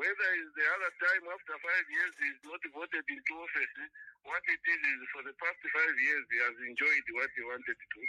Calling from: Ndola, Copperbelt, Zambia; calling from Ndola.

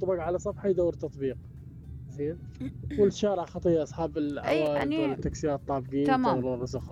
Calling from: Baghdad Governorate, Iraq; قياسا بالازدحامات اللي موجوده عندنا في بغداد،

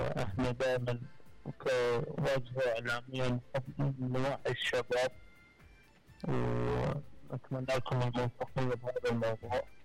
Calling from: Kirkuk, Kirkuk Governorate, Iraq; من كركوك.

